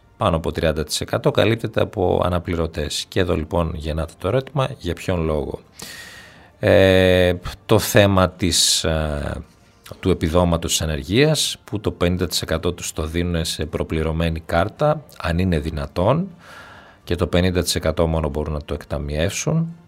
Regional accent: Greece; σαν Έλληνες

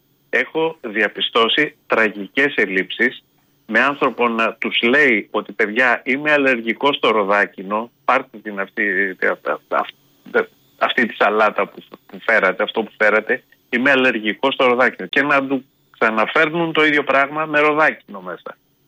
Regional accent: Preveza, Epirus, Greece; επειδή εγώ είμαι από την Πρέβεζα

